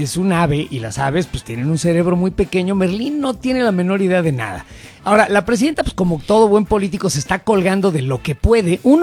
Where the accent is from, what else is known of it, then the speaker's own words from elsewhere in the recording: Mexico; now in United States; soy mexicano, y soy estadounidense y soy español